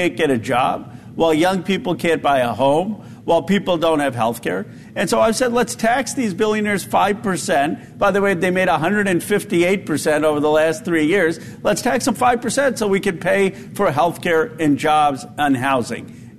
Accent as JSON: {"language": "English", "town": "Philadelphia", "region": "Pennsylvania", "country": "United States", "tie": "born or raised there", "also_born_or_lived": "Bucks County, Pennsylvania", "said": "I grew up in Philadelphia. I was born there."}